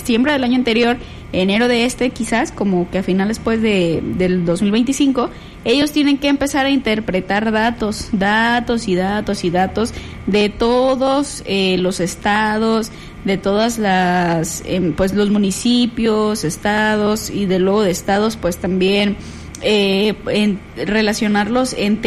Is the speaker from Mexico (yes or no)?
yes; Mexico